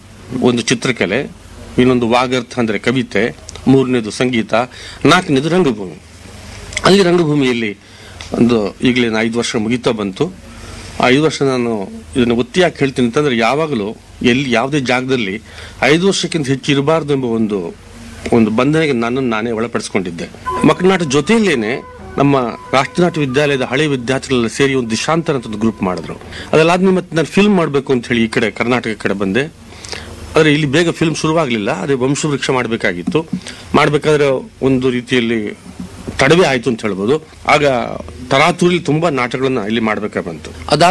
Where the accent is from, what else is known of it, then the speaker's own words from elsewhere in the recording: Karnataka, India; born there; moved away; also born or lived in Mysore / Varanasi / Delhi; ಮೈಸೂರಿಗೆ ನಾನು ಮಂಗಳೂರು ಉಡುಪಿಯಿಂದ ಓಡಿ ಬಂದಾಗ ಅಥವಾ ಮಂಗಳೂರಿಂದ ಓಡಿ ಬಂದಾಗ